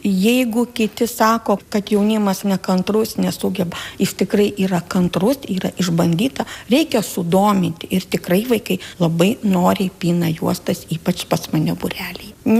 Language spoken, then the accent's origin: Lithuanian; Panevėžys County, Lithuania; Tai aš pati esu iš Pasvalio krašto, augusi kaime